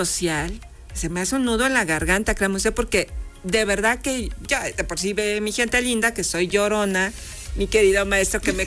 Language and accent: Spanish; Mexico; somos ahí mexicanos y mexicanas